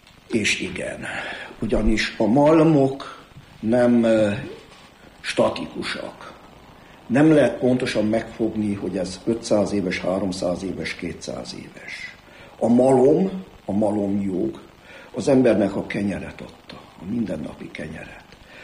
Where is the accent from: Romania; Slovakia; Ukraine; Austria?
Romania; Székely Land; now in Hungary; az én szülőföldem, Székelyföld sajnálatos módon kisebbségi sorban él.